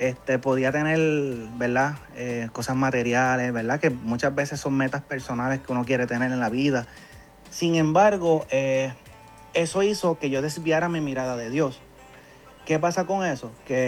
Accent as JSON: {"language": "Spanish", "country": "Puerto Rico", "said": "soy boricua."}